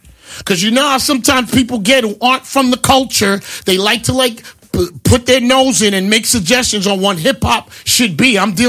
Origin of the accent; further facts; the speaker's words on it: New York City, New York, United States; I'm from the Bronx.